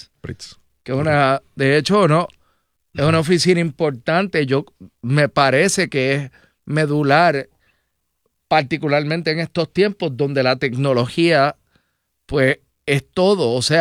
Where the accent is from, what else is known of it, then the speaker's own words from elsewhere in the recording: Canary Islands, Spain; Yo soy de Canarias.